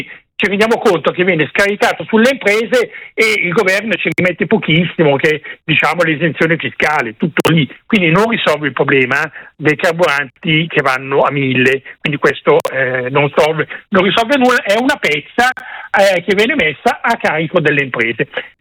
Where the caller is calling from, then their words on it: Brianza, Lombardy, Italy; io abito in Brianza, cioè la regione più ricca d'Italia, no?